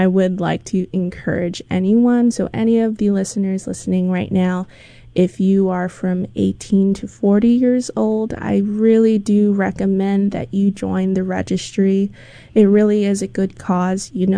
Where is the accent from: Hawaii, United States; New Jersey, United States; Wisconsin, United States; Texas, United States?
Hawaii, United States; it's one thing that I grew up with here in Hawaii